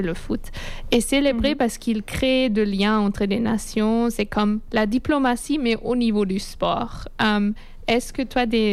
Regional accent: Austria; moved away; je suis autrichienne

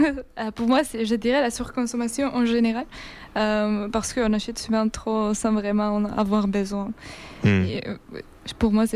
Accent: Georgia; French is a second language; moved away as an adult; now in France; je viens de Géorgie

